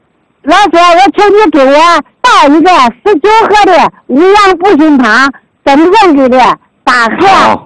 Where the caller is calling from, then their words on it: Xinjiang, China; 我是来自新疆的。